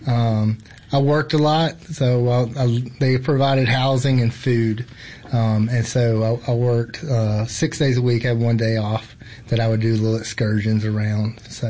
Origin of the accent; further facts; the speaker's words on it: Clinton, Mississippi, United States; So I grew up in Clinton, and then went to Southern for my undergrad.